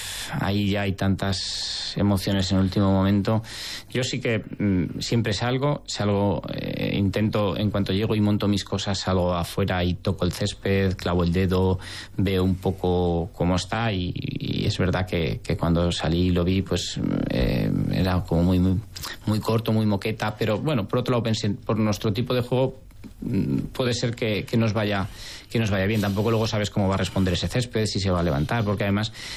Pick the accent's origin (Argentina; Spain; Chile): Spain; Huesca, Aragon; yo soy muy de Huesca